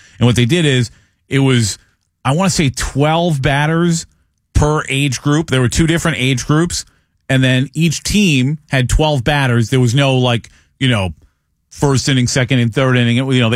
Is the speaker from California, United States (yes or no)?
no; Wareham, Massachusetts, United States; and which I grew up in Wareham, Massachusetts.